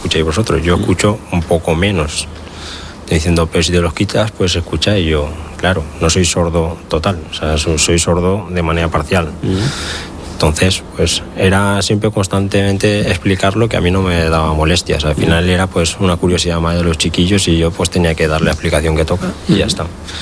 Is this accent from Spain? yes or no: yes; Burriana, Valencian Community, Spain; me acuerdo que fue de Roberto y Isabela, que son también del pueblo donde soy yo, de Burriana.